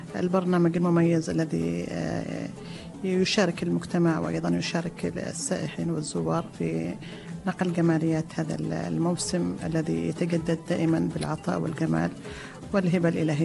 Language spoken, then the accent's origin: Arabic; Dhofar, Oman; accent: Dhofari; بلهجتنا الظفارية، نعم.